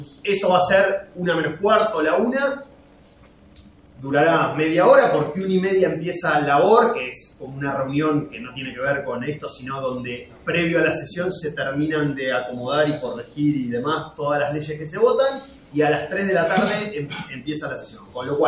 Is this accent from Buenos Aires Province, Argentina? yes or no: yes; Pehuajó, Buenos Aires Province, Argentina; soy diputado de la provincia de Buenos Aires, soy de Pehuajó, cuarta sección electoral